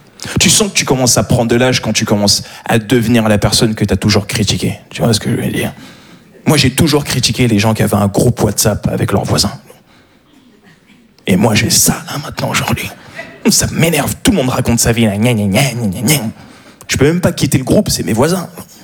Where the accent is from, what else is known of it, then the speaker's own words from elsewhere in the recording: Paris, Île-de-France, France; Je suis un parisien, voilà ce que je suis.